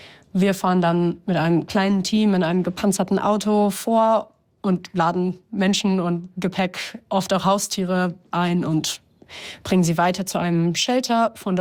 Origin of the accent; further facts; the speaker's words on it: Münster, North Rhine-Westphalia, Germany; moved away as an adult; now in Kramatorsk, Ukraine; Ich heiße … ich bin 26 Jahre alt, ich komme ursprünglich aus Münster, aber momentan leite ich hier in Kramatorsk im Donbass in der Ostukraine eine NGO.